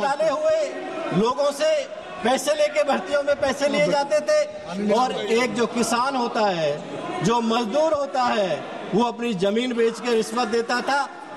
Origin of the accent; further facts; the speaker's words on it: Uttar Pradesh, India; सभापति, मैं उत्तर प्रदेश से हूँ